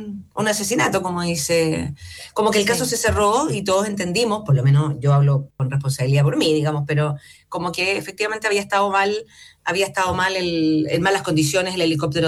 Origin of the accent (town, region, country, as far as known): Chile